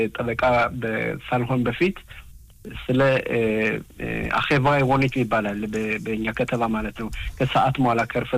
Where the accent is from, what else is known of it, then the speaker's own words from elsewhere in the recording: Gush Katif, Gaza Strip, Palestine; እኔ ያደግኩት ከጉሽ ካቲፍ